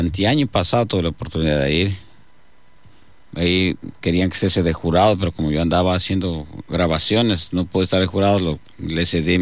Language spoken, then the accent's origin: Spanish; Alamor, Loja, Ecuador; Es como en mi tierra, en Vicentino, ¿no? En Alamor tenemos encima en Guambona frío